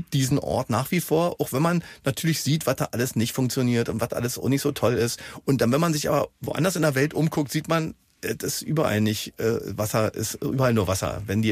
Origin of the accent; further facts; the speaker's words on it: Brandenburg an der Havel, Brandenburg, Germany; moved away as an adult; now in Berlin, Germany; ich bin Brandenburger, ich bin in Brandenburg geboren, empfinde mich auch noch als Brandenburger, wohne aber jetzt schon seit vielen, vielen Jahren in Berlin.